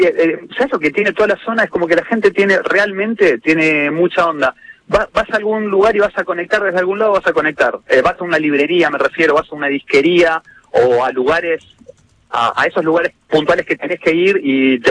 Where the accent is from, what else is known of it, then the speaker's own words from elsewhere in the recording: Haedo, Buenos Aires Province, Argentina; Yo soy de Aedo, sí.